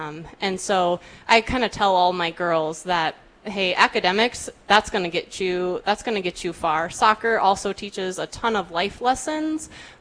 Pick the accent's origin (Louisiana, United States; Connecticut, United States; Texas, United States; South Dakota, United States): South Dakota, United States; Rapid City; I grew up playing soccer in Rapid City